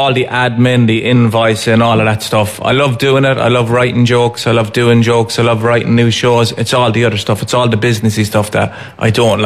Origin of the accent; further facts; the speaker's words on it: Cork, Munster, Ireland; No, like, this is the thing, like, some people will go, did they get you outside Cork? I'm like, I'm speaking English.